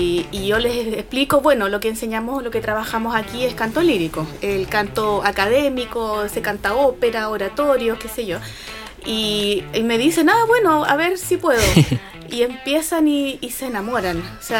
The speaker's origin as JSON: {"language": "Spanish", "town": "Santiago", "region": "Santiago Metropolitan Region", "country": "Chile", "moved": "as an adult", "lives_now": "La Serena, Chile", "said": "yo soy de Santiago, estudié música en la universidad, estudié en la Universidad de Chile"}